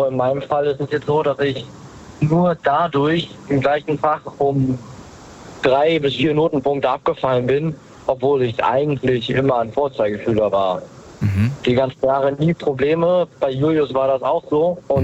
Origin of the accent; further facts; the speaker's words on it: Lower Saxony, Germany; Wir kommen aus der Nähe von Hannover.